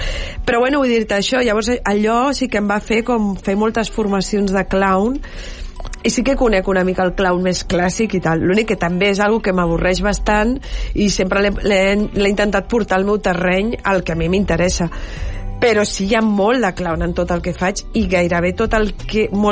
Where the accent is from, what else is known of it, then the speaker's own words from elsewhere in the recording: L'Hospitalet de Llobregat, Catalonia, Spain; jo era entre Bellvitge, Centre... Però bueno, sí, la no. meva àvia era de Bellvitge, jo movia per... El meu institut estava a Bellvitge